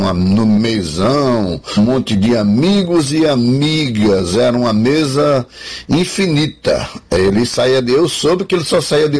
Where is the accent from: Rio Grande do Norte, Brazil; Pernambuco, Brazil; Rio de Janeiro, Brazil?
Pernambuco, Brazil; Afogados da Ingazeira; moved away; eu vou para Afogado da Ingazeira, minha terra.